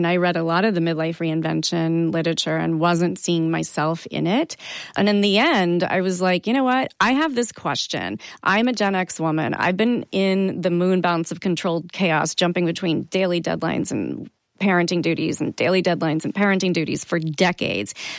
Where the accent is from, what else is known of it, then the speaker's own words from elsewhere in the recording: Kentucky, United States; I grew up in Kentucky and went to Churchill Downs, which is the home of the Kentucky Derby.